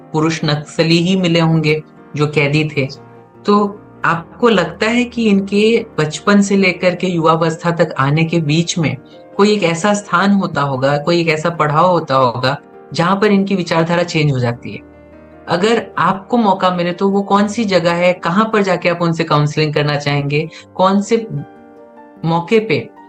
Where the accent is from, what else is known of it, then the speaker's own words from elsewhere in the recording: Chhattisgarh, India; क्योंकि मैं खुद भी छत्तीसगढ़ से हूँ तो मुझे इस चीज का पता है, क्योंकि हमारी भाषा या हमारे पहनावे या बोलचाल में एक सादगी है